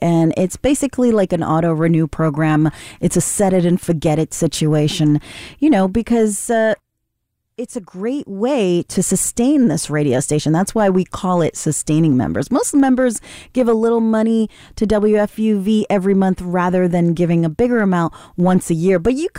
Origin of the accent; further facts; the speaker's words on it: New York City, New York, United States; that's part of my identity is being a New Yorker. I'm born and raised here, and I'm probably never going to leave.